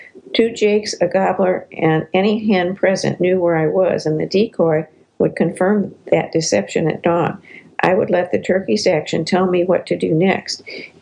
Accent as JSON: {"language": "English", "region": "Virginia", "country": "United States", "tie": "born or raised there"}